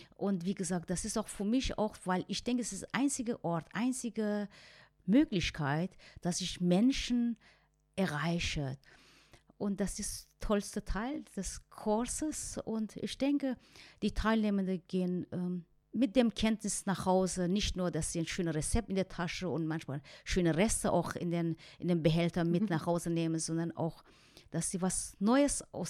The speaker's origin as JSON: {"language": "German", "country": "Iran", "second_language": "German", "moved": "as an adult", "lives_now": "Germany", "said": "wenn ich als Iranerin darauf verzichten muss"}